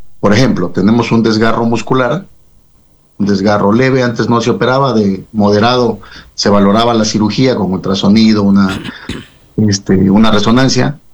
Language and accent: Spanish; Cuenca, Azuay, Ecuador; soy de Cuenca